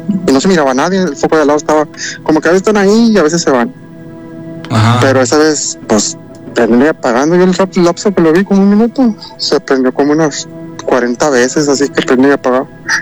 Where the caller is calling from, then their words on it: Tamaulipas, Mexico; Ok, bueno, sí … de Tamaulipas.